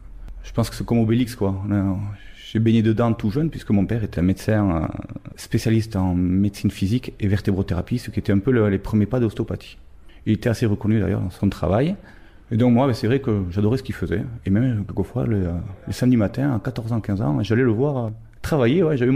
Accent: Bayonne, Nouvelle-Aquitaine, France; moved away as an adult; now in Bilbao, Spain; je suis de Bayonne, et je vis à Bilbao depuis 10 ans.

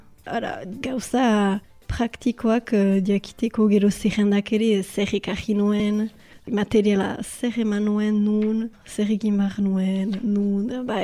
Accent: Bayonne, Nouvelle-Aquitaine, France; Baionakoa naiz eta bon, oztakit importantea den ugoita amabost urte ditut.

